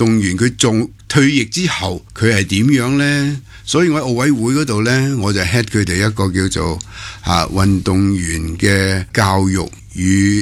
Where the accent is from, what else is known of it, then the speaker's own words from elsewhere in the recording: Hong Kong; 我哋香港人